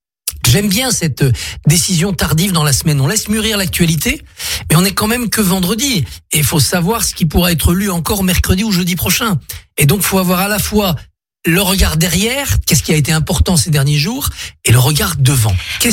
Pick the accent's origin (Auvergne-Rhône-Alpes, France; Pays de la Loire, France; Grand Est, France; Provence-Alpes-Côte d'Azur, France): Auvergne-Rhône-Alpes, France; born there; moved away as an adult; J'étais au fin fond de la Haute-Savoie.